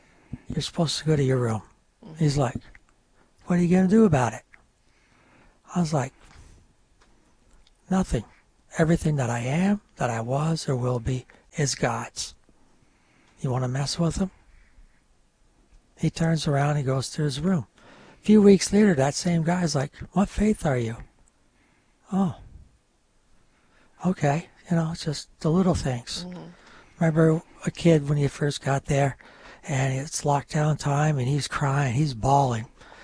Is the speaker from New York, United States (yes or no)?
yes; New York, United States; first language French; English is a second language; moved away as an adult; if you're French. English is my second language. Originally from the North Country of New York, that is Quebec, and my mother was from Montreal, so all we spoke was French at home.